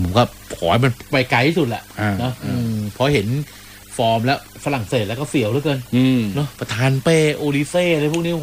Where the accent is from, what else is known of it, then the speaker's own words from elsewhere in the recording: Bangkok, Thailand; เพื่อนอยู่ใต้เยอะไงแทบจะเป็นคนเดียวเลยมั้งที่เป็นคนกรุงเทพอ่ะเออนอกนั้นนี่โอ้โหเพื่อนเป็นคนใต้หมดเลย